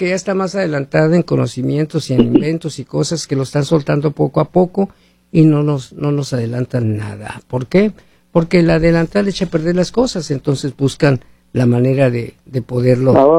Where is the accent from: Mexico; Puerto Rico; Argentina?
Mexico; Hermosillo, Sonora; moved away; iba a estar en Hermosillo, Sonora, México, mi tierra